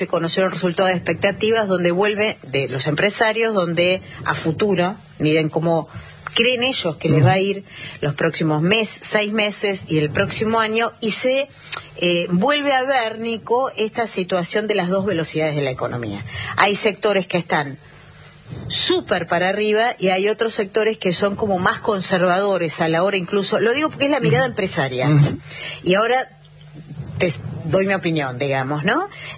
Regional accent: Argentina; Y que habla mucho de cómo somos los argentinos.

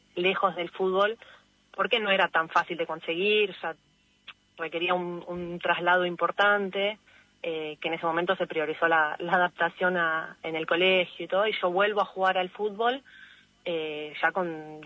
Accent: Geneva, Switzerland; Yo de chica, ya te digo, en Suiza, que pude arrancar a los 8 o 9 años, en un club de barrio, obviamente, éramos un equipo de toda la zona, creo que era uno de los equipos, éramos dos equipos de escuelita femenino en todo Ginebra

